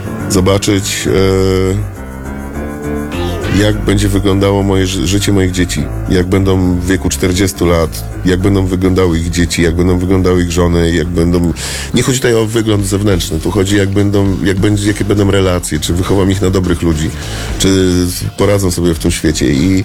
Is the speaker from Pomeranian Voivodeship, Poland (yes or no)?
no; Łódź, Łódź Voivodeship, Poland; moved away; wychowałem się na Aleksandrowskiej w Łodzi.